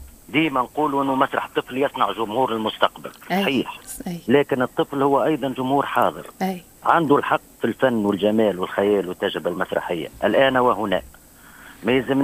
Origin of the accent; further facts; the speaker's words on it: Tunisia; أنا كتونسي مسرحي تونسي